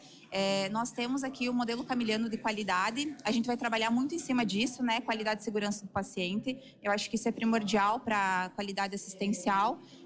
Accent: Santa Catarina, Brazil; moved away as an adult; now in Espumoso, Brazil; Venho, né, como você falou, de outro estado, né, sou natural de Santa Catarina

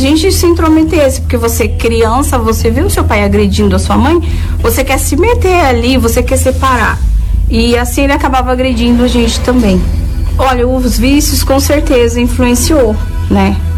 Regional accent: Boa Nova, Bahia, Brazil; born there; tenho 37 anos. Eu nasci na Bahia, em Boa Nova.

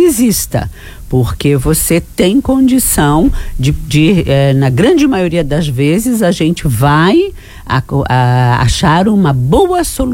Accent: Brazil; nós somos brasileiros

